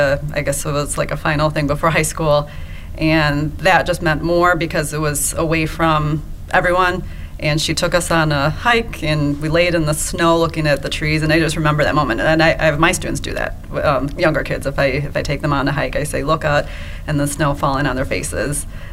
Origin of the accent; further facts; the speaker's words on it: Ottawa, Illinois, United States; I grew up in Ottawa. I'm first generation immigrant